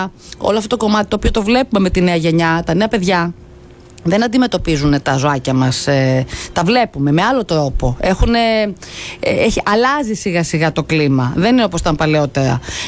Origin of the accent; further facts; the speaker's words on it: Western Greece, Greece; moved away; κάτω στο χωριό μου, την Ηλία